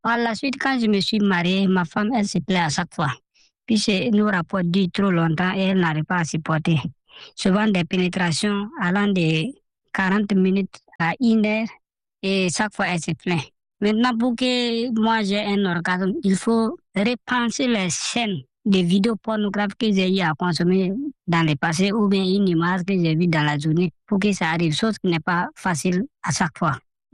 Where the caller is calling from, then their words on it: Bamako, Mali; j'ai 33 ans. Je vous appelle depuis Bamako.